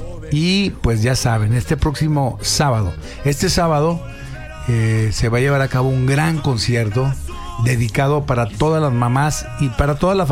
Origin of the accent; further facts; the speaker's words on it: Torreón, Coahuila, Mexico; estar aquí en mi tierra